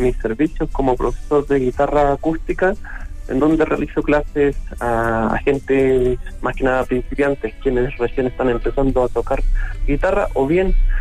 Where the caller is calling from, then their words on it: Calama, Antofagasta, Chile; Desde, bueno, Población 21 de Mayo, desde la ciudad de Calama.